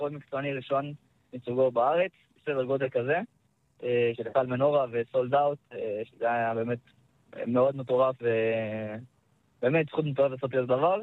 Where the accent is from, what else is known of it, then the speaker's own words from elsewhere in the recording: Shilo, Judea and Samaria Area, Israel; גדלנו ביישוב שילה, בשומרון. אני ועוד שתי אחים.